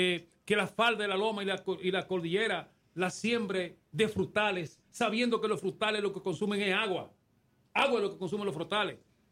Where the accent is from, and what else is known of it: Dominican Republic